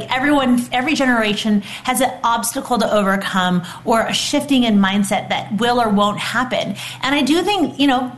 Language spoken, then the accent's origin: English; Fairfield, California, United States; I grew up in Fairfield, California, which is where I moved back to be with my mom. And it's a middle-class town. I was born at Travis Air Force Base, literally 10 miles down the road. This is a military town.